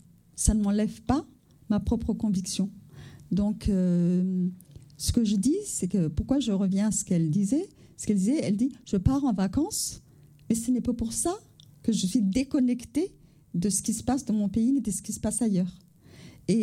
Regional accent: Madagascar; also born or lived in France; Je parle de Madagascar, donc. Je pense que il n'y a pas... Moi, je suis française et malgache. Et je ne suis pas déchirée entre être française et être malgache.

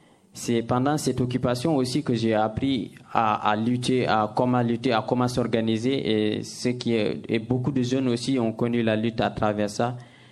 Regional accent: Senegal; moved away

